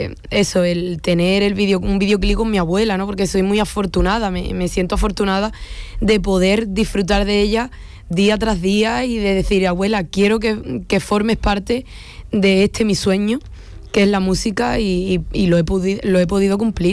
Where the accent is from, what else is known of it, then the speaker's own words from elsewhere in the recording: Isla Cristina, Andalusia, Spain; por mi tierra, ¿no? Por Isla Cristina, la parte de la Antilla